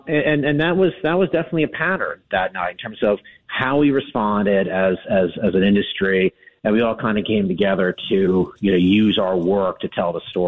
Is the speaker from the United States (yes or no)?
yes; United States; as an American citizen